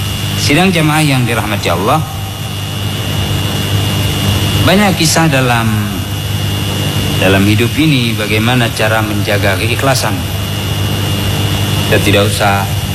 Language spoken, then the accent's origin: Indonesian; Aceh, Indonesia; dipok-pok bahasa kita orang Aceh, tertidur istri.